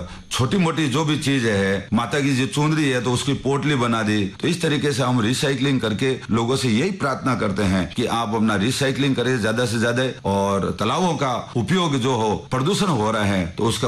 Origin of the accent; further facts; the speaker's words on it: Pali district, Rajasthan, India; now in Jodhpur, India; और मैं पाली जिला गांव गहरी का रहने वाला हूं। यहां पर जोधपुर में 29 सालों से रह रहा हूं और फिर बाद में यहां पर गुरो के तालाब में मैं शिफ्ट हुआ